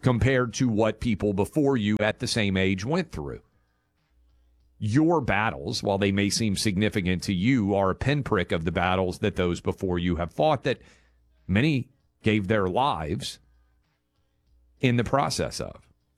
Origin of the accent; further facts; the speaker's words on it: Tennessee, United States; Shiloh, in my home state of Tennessee.